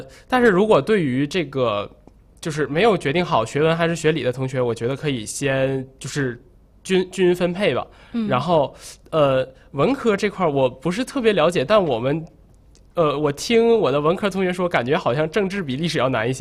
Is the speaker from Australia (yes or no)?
no; China; first language Chinese; 因为我们是中国人嘛，这个语文它不仅是一个学科，也是我们的中文汉语也是我们的母语